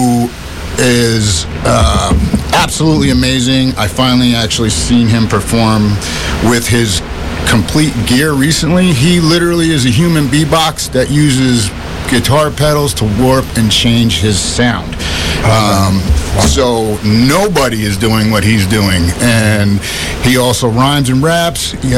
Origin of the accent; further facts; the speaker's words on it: New York City, New York, United States; now in St. Paul, United States; I'm from Queens